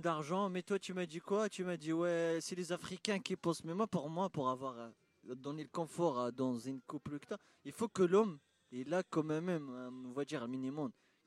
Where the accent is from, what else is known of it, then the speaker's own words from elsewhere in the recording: Dunkirk, Hauts-de-France, France; Je suis un Dunkerquois. Je suis un nordiste.